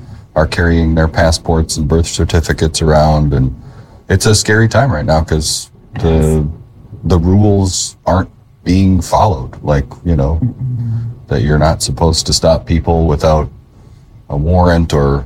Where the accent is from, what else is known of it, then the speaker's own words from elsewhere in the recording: Minneapolis, Minnesota, United States; We do live in Minnesota in the Twin Cities, which is St. Paul and Minneapolis, born and raised. I was born in Minneapolis.